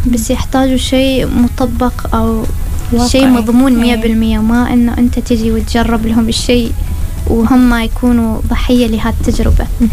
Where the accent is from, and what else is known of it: Oman